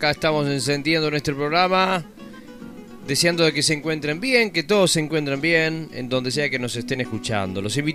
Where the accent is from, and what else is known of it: Uruguay